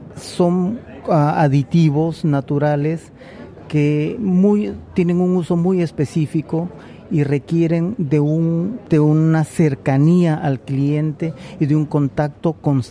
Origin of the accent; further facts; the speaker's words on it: Peru; now in Stuttgart, Germany; soy oriundo del Perú, de profesión economista, graduado aquí en la Universidad de Stuttgart.